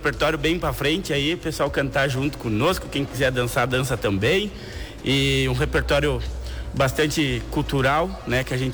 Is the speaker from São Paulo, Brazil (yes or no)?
no; Paraná, Brazil; now in Passo Fundo, Brazil; Sim, eu sou do Paraná, tenho origem do Paraná e fui meio andarilho a vida toda com essa vida de rodeio, com essa vida de trabalhar pelas estâncias.